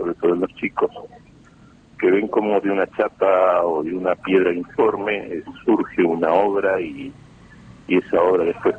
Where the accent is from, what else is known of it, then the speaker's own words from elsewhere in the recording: Argentina; now in La Rioja, Argentina; representar al país como único argentino en este encuentro de 10 escultores de todo el mundo